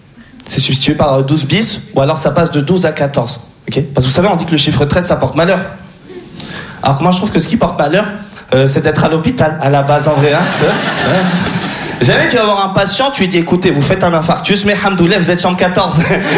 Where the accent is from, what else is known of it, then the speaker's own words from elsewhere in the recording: France; Je suis français d'origine tunisienne. Parce qu'en fait, ma mère est française